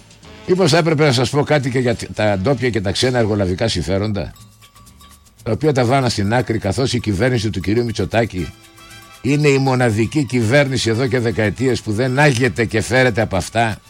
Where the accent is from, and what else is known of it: Greece